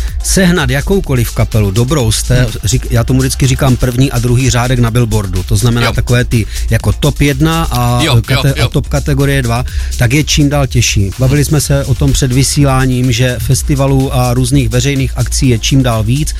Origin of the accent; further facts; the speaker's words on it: Zlín, Zlín Region, Czechia; vyrůstal jsem tady ve Zlíně v divadelním prostředí